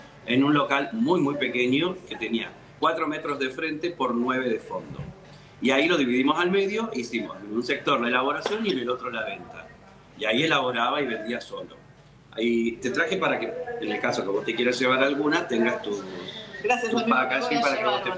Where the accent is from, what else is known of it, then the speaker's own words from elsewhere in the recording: Bariloche, Río Negro, Argentina; Yo soy oriundo de Bariloche, viví en pleno centro de Bariloche